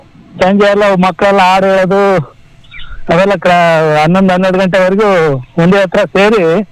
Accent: Holalkere, Karnataka, India; born or raised there

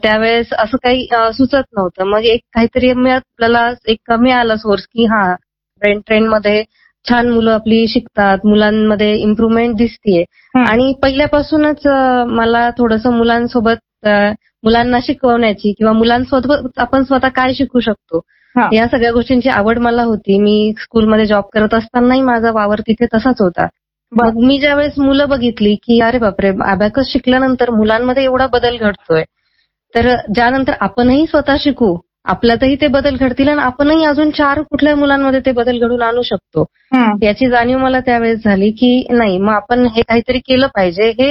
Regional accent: Nashik, Maharashtra, India; मी मूळची नाशिकचीच आहे.

